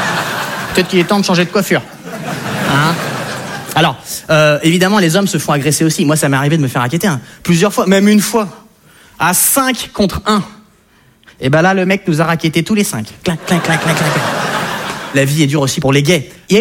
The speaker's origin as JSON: {"language": "French", "country": "France"}